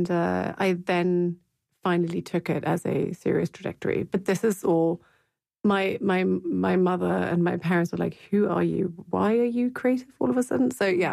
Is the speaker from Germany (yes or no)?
yes; Hamburg, Germany; English is a second language; the flat that I grew up in Hamburg had, you know, it evolved, obviously.